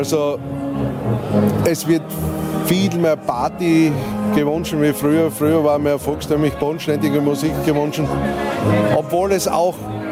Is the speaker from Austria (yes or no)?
yes; Voitsberg, Styria, Austria; Wir sind aus Voitsberg, das ist 40 Kilometer westlich von Graz, also Richtung Kärnten.